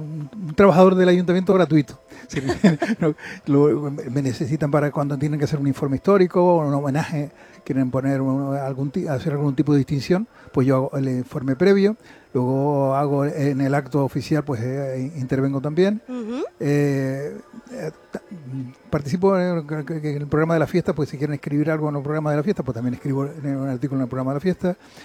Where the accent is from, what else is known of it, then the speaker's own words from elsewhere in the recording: Canary Islands, Spain; born there; now in Candelaria, Spain; Yo soy nacido en El Conal, que vivo en Candelaria hace más de 30 años